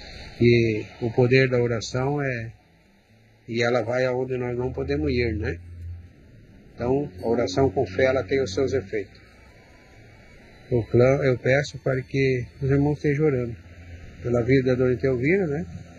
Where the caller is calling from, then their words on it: Coronel Vivida, Paraná, Brazil; aqui de Coronel Vida, né?